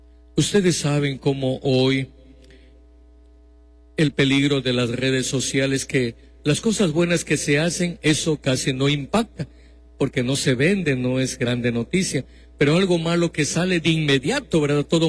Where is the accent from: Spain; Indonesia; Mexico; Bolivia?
Mexico; nuestro país mexicano